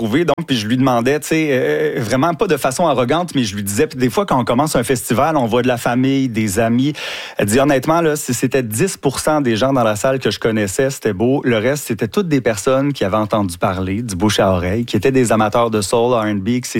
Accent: Montreal, Quebec, Canada; chez nous, dans le Grand Montréal

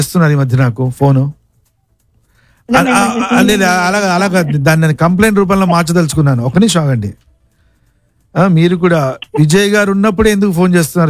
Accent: Visakhapatnam, Andhra Pradesh, India; moved away; మాది వైజాగే

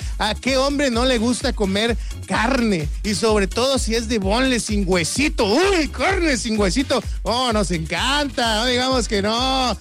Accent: Mexico

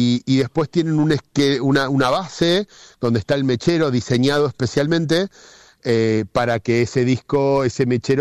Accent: Azul, Buenos Aires Province, Argentina; moved away as an adult; also born or lived in Rosario; now in Ushuaia, Argentina; yo soy de Azul, provincia de Buenos Aires, y nada, me crié en el campo y bueno, a los 18 me fui a Buenos Aires a formar en gastronomía

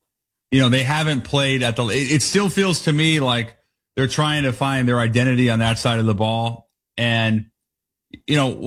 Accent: Seattle, Washington, United States; I'm from Seattle, so I'm a little biased about what the Seahawks mean to the league

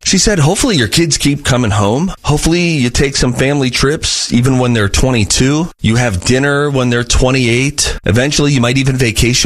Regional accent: Pennsylvania, United States; moved away as an adult; also born or lived in California; I thought I was going to be a homebody when I grew up in Pennsylvania until I got a wild hair to consider California for college

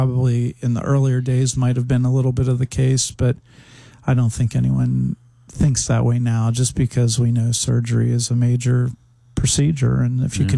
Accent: Pittsburgh, Pennsylvania, United States; moved away as an adult; how can you not be a fan growing up in Pittsburgh in the 70s and 80s?

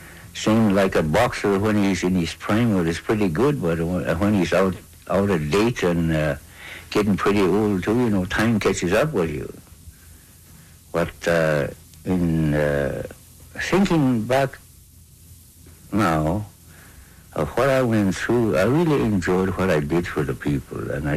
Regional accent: Fort Norman, Northwest Territories, Canada; I'm from Fort Norman, and then I travel more or less all through the North.

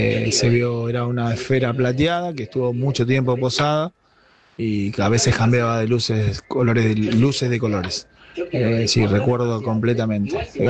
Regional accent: Lavallol, Buenos Aires Province, Argentina; Yo soy de Lavallol.

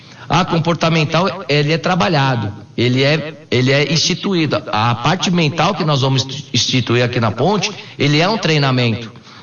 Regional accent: São Paulo, Brazil; É, sou de São Paulo, conheço o futebol de São Paulo

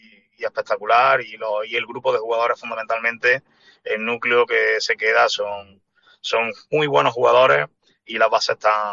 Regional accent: Córdoba, Andalusia, Spain; yo soy muy cordobés, soy muy de valorar el producto cordobés de esta localidad, de la provincia

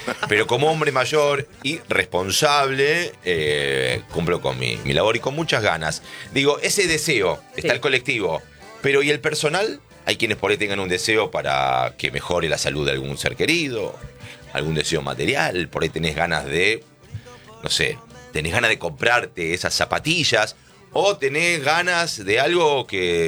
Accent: Argentina; hijo de rusos, soy argentino hasta los tuétanos. No olvido mis orígenes, pero yo soy argentino.

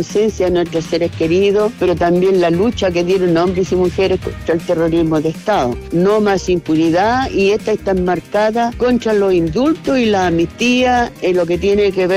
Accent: Chile; Hay ciertos riesgos que se exponen y que nos preocupa profundamente como chilenas y chilenos.

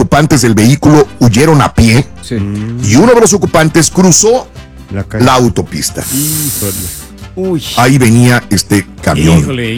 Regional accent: Mexico; si somos mexicanos también

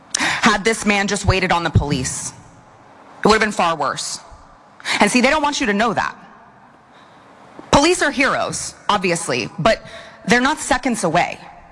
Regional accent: Texas, United States; I remember, recall from my home state of Texas

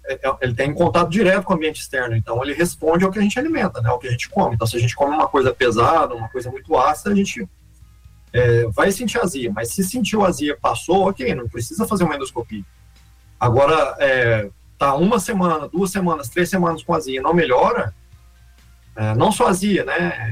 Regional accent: Minas Gerais, Brazil; born there; now in São Paulo, Brazil

